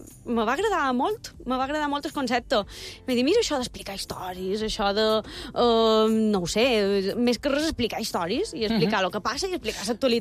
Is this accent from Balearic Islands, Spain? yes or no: yes; Palma, Balearic Islands, Spain; Sol contestar que soc de Palma, però ja per les renyades que m'endú. Jo soc de Sant Ferriol, tota la vida he viscut a Sant Ferriol.